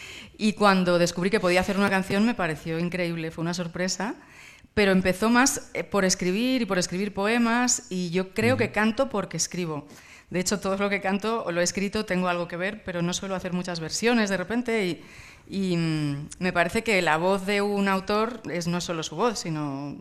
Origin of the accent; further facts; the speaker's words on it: Cuenca, Castilla-La Mancha, Spain; born there; Que yo nací en Cuenca y tocamos, sí, estuvimos sí.